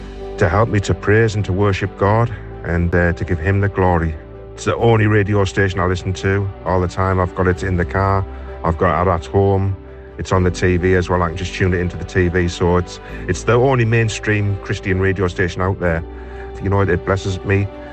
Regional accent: Gateshead, North East England, United Kingdom; I am from Gateshead.

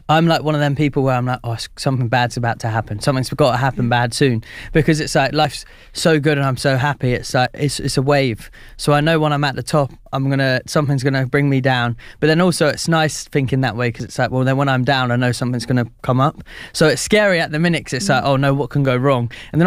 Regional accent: Slough, South East England, United Kingdom; growing up in Slough, it's a crazy place.

